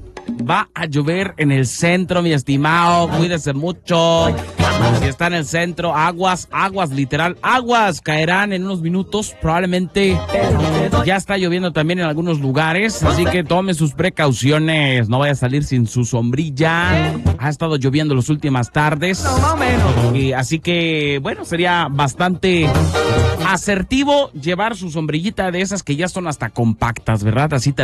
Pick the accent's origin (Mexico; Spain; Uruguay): Mexico; Soy mexicano y es mi bandera.